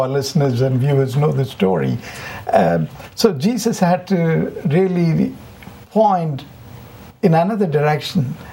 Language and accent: English; India; While growing up in India, after every prayer, we repeated the first three verses of Psalm 103.